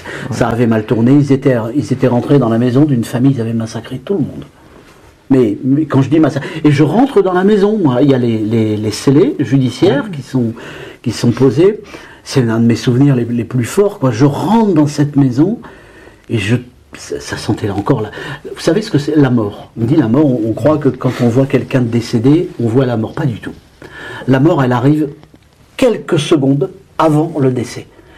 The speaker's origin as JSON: {"language": "French", "region": "Hauts-de-France", "country": "France", "tie": "born or raised there", "moved": "as an adult", "said": "Je suis jeune journaliste, je déboule de mon école et de mon enfance dans le Pas-de-Calais"}